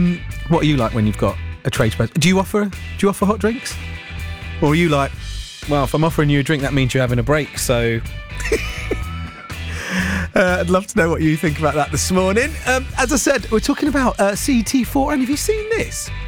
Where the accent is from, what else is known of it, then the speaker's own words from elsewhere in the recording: United Kingdom; And what is it about being British that means you have to aggressively offer a hot drink every 30 minutes to a builder or workman?